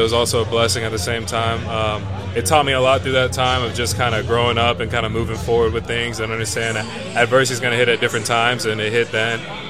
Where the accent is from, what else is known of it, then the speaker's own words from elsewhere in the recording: the South, United States; And then just being in the South and growing up in the South, visiting all those schools